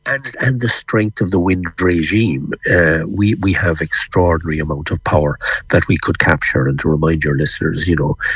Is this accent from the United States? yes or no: no; Ireland; we know this as Irish people.